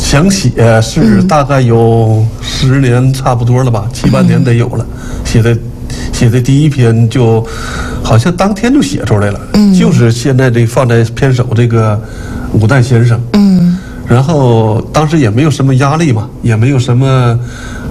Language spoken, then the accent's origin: Chinese; Jinzhou, Liaoning, China; 写我家乡的人，写咱锦州人